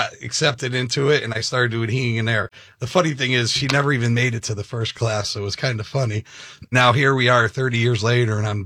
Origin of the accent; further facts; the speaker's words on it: Connecticut, United States; I'm from Connecticut originally.